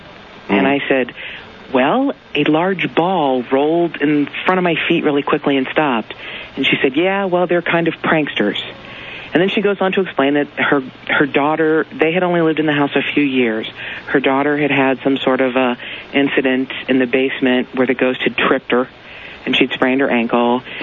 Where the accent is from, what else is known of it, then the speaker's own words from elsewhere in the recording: Kentucky, United States; moved away as an adult; now in Los Angeles, United States; I was raised Southern Baptist. I'm from Kentucky originally. I've lived in Los Angeles for 8 years.